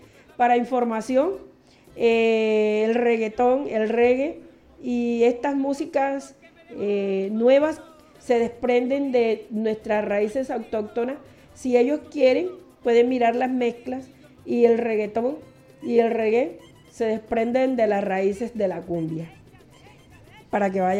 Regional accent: El Carmen de Bolívar, Bolívar, Colombia; nuestra esencia como Montes de María, como Carmen de Bolívar, como región, como Costa Caribe.

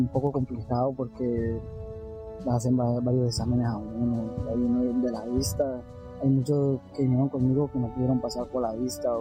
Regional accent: Apartadó, Antioquia, Colombia; yo vengo de una comunidad indígena llamada El Guando Indígena, Las Playas, ubicada en Apartaó, que está en Urabá, Antioquia. Una comunidad muy hermosa.

